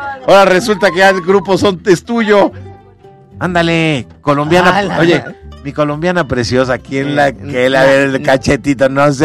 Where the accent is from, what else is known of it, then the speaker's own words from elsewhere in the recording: Puebla, Mexico; soy poblano